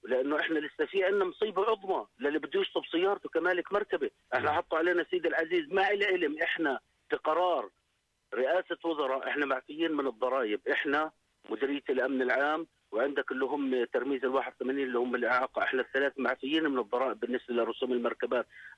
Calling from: Jordan; اول شركه رفعت الزيت عندنا في الاردن

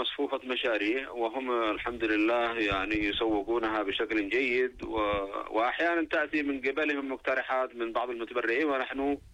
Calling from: Yemen; ونحن من اليمن

